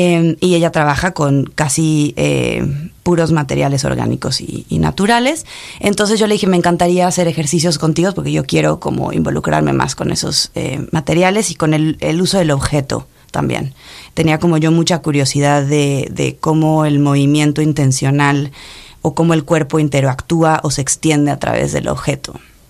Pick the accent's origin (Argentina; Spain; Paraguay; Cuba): Argentina; Salta